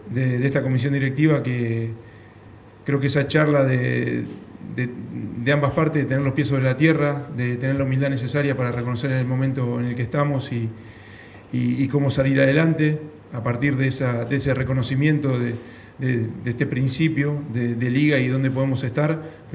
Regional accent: Argentina; somos argentinos.

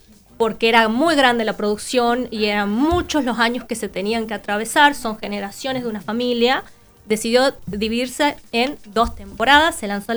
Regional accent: Argentina; Nosotros somos argentinos, vivimos en otra parte del mundo.

